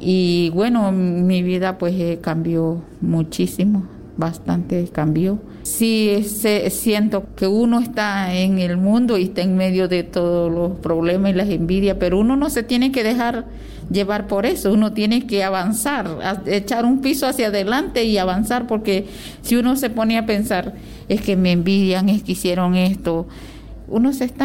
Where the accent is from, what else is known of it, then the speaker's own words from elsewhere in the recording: Veraguas, Panama; Sí, yo vengo del distrito de Cañaza, corregimiento de San José, Comunidad del Rosario.